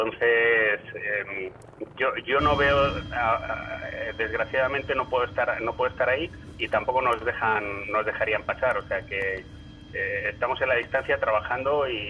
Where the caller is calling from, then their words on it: Ávila, Castile and León, Spain; No, yo no estoy en Ávila, me ha pillado fuera